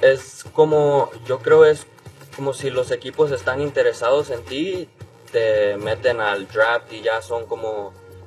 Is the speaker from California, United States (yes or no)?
yes; California, United States; yo nunca me he movido de California, nunca he. Lo más lejos que me fui fue a San José de Hayward, o sea, 30 minutos.